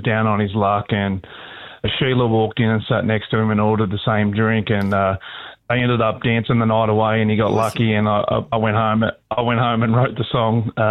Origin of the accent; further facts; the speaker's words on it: Australia; now in Nashville, United States; think of me as an Australian living in America